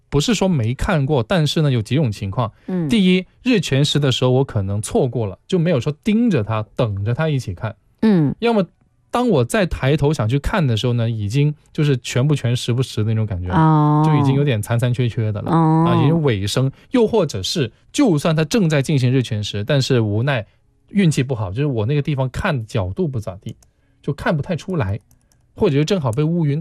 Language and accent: Chinese; Guangdong, China